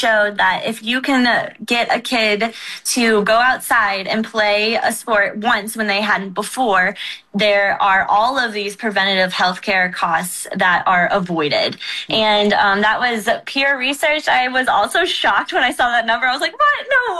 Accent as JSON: {"language": "English", "town": "St. Louis", "region": "Missouri", "country": "United States", "tie": "born or raised there", "said": "I grew up here in St. Louis."}